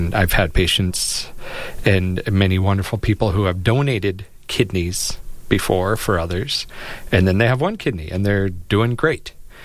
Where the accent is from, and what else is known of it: South Dakota, United States; born or raised there